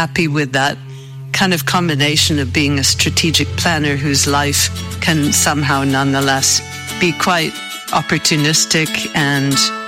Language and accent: English; New England, United States; moved away as an adult; also born or lived in Canada / Southern Africa / Namibia; growing up in New England, I was interested in nature and the idea that the world could be better and that we needed to help make it better. From early on, I went off to university in Canada